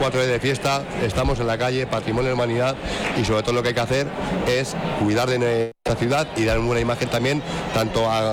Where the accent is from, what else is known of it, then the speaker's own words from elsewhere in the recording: Cuenca, Castilla-La Mancha, Spain; Yo soy vecino aquí, hasta me casé, y para mí era la fiesta de mi barrio, igual que los barrios tienen sus fiestas. Para mí era, yo era, soy del Vaticano.